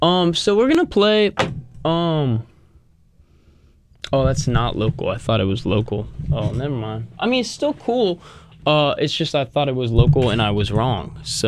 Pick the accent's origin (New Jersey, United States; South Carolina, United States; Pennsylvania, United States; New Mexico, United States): South Carolina, United States; Charleston; moved away; my hometown of Charleston